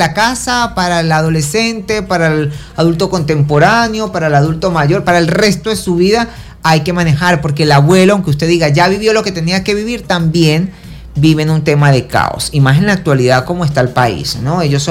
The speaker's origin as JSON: {"language": "Spanish", "region": "Venezuelan Andes", "country": "Venezuela", "tie": "born there", "also_born_or_lived": "Caracas", "said": "Es mi país, nací acá, bueno, nací en Caracas, pero soy venezolano 100%, aunque mi vida la he hecho acá en Gochilandia"}